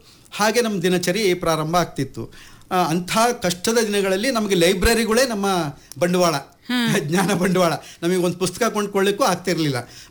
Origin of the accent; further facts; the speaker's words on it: Karnataka, India; ನಮ್ಮ ಹಳ್ಳಿಯ ಊರಿನ ಪಕ್ಕದಲ್ಲಿ ಬ್ರಹ್ಮಾವರ ಭಾರ್ಕೂರ್ ಅಂತ ಇದೆ.